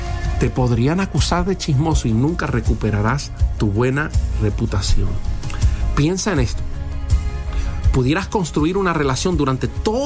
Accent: Argentina

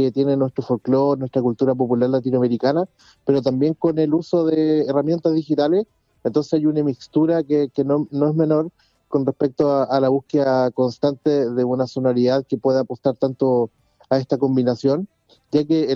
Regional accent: La Unión, Los Ríos, Chile; Yo soy de la comuna de La Unión, provincia del Banco, región de Los Ríos.

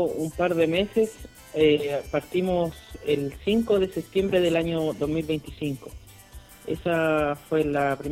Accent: Los Ángeles, Biobío, Chile; Sí, somos la mayoría de Los Ángeles y hay un integrante que es de Angol.

